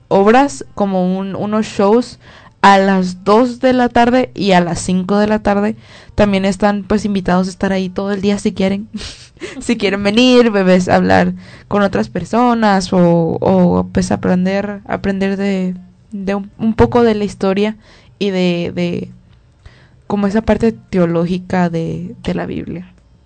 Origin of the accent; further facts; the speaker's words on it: Guatemala; Yo soy de Guatemala